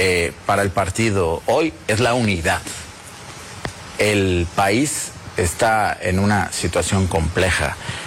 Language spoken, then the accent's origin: Spanish; Mexico